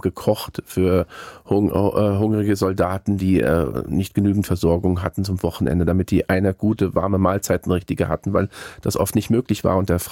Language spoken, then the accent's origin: German; Germany; now in Israel; dass ihr als Deutsche, Nicht-Juden hier einfach bleibt.